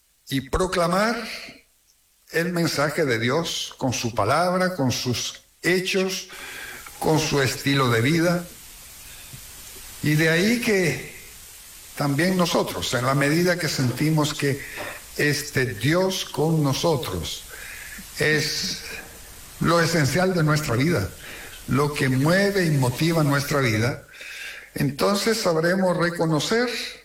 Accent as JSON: {"language": "Spanish", "region": "Patagonia", "country": "Argentina"}